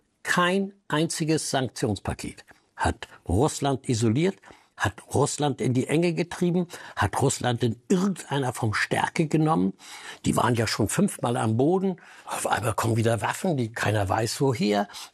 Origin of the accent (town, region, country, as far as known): Germany